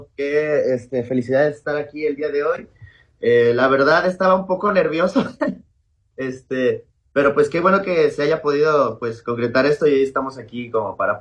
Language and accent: Spanish; Mexico; Soy mexicano, lo más importante, soy cristiano, vivo aquí.